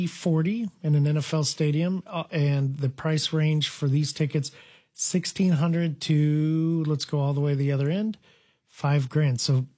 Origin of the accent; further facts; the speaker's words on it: South Africa; I'm from South Africa. This has always been my thing.